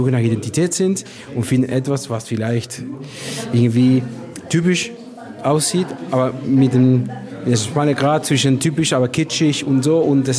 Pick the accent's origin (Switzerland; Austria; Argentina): Argentina; moved away; ich komme ursprünglich aus Argentinien.